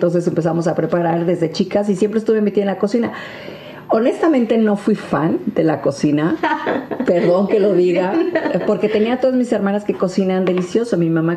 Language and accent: Spanish; Mexico; moved away as an adult; now in Germany; mexicana. Y pues bueno, todo inició cuando llegué aquí a Alemania